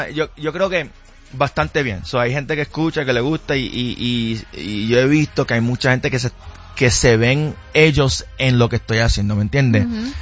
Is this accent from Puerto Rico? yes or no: yes; Puerto Rico; Yo soy de Puerto Rico, yo fui desde chiquita escribiendo canciones